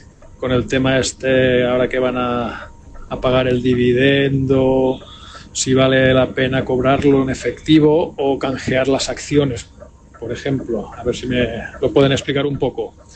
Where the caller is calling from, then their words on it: Barcelona, Catalonia, Spain; soy de Barcelona.